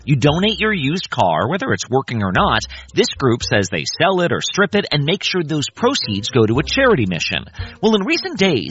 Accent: California, United States; Now, I grew up in California, where 25% of this nonprofit's revenue comes from, according to court documents.

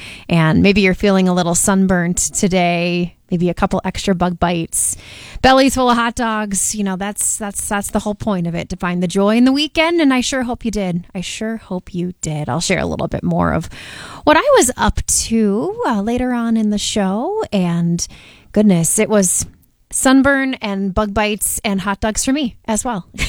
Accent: Wisconsin, United States; I grew up in Outagamie County.

